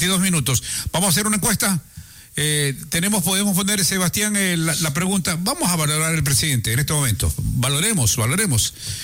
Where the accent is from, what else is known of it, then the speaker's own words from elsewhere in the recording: Salinas, Santa Elena, Ecuador; soy de Salinas. Del glorioso barrio.